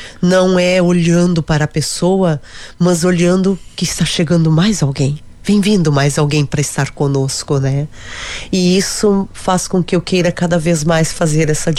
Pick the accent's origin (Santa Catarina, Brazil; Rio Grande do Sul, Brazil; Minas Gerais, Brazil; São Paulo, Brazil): Rio Grande do Sul, Brazil; Roca Sales; moved away; eu sempre digo, eu saí de Roca Salles, mas Roca Salles não saiu de mim, porque são muitos anos, é uma vida constituída ali, né?